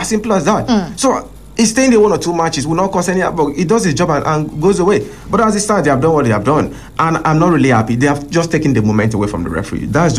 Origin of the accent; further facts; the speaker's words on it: Nigeria; as a Nigerian sport lover, football lover